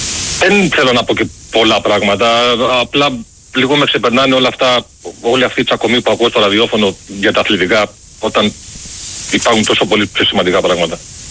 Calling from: Artemida, Attica, Greece; από Αρτέμιδα.

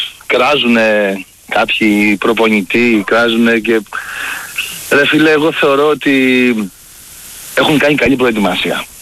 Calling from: Lamia, Central Greece, Greece; εμείς εδώ Λαμία ακούμε τον Sport FM από το Radio Net

